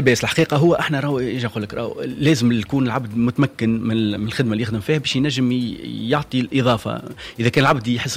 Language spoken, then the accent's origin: Arabic; Tunisia; also born or lived in France; اللي قريت في الفاكولتي نتاعنا لهنا المونستير ومن بعد عملت زاولت الاختصاص نتاعي في تونس أربع سنين